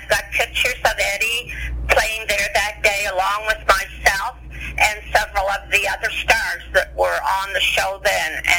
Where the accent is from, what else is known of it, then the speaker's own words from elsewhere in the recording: Canada; being Canadian